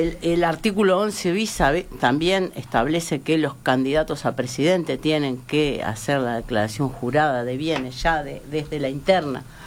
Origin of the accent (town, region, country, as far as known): Uruguay